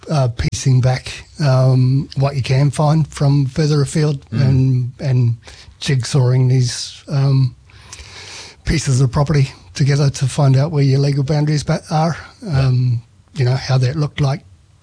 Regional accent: New Zealand; I'm Kiwi born, but both my parents are from the Netherlands. They immigrated in 1963.

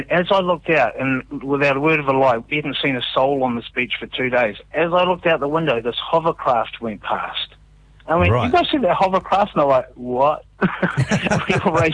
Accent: Eltham, Taranaki, New Zealand; I grew up in Nuranui and Eltham.

